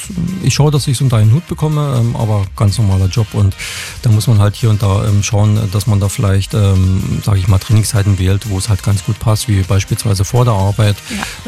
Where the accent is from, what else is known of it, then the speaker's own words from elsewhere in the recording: Krauschwitz, Saxony, Germany; Also ich habe es jetzt in der Ecke, wo ich herkomme, das ist die sächsische Lausitz, also Krauschwitz die Ecke.